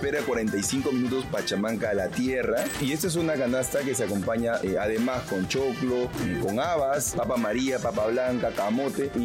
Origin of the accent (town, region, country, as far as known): Peru